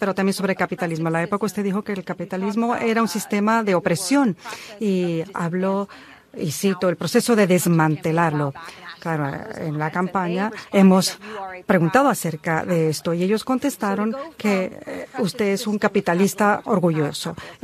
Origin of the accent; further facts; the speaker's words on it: China; now in Plano, United States; Yo vengo de China, soy adoptada y ahora vivo en Plano.